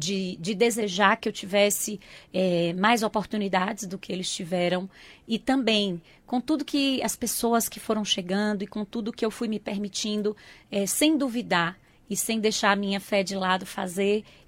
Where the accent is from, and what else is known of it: João Dourado, Bahia, Brazil; born or raised there; also born or lived in Irecê